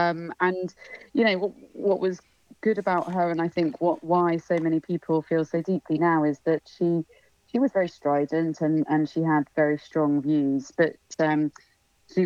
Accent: Maidstone, South East England, United Kingdom; I'm from Maidstone, the constituency that she represented for many years.

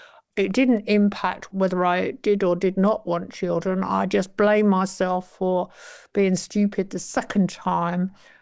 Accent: London, United Kingdom; Well, I grew up in West London

